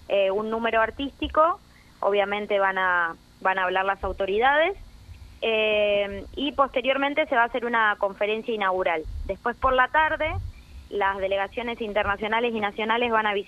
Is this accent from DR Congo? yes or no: no; Argentina